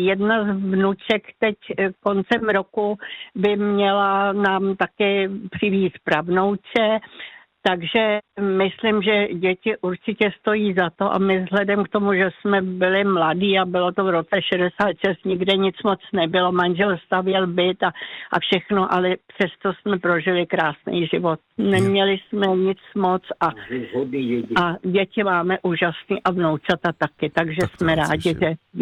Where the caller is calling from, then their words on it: Prague, Czechia; já jsem sice z Prahy, ale celé léto jsme tady v severních Čechách na chalupě